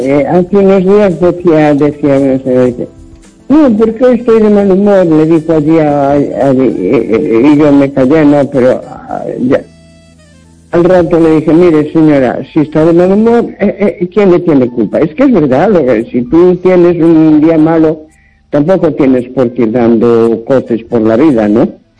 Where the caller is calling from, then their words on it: Santiago de Compostela, Galicia, Spain; de Santiago.